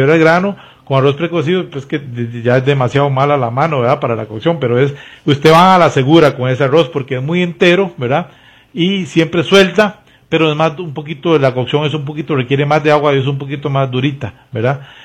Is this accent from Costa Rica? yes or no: yes; Costa Rica; los ticos somos a nivel de Centroamérica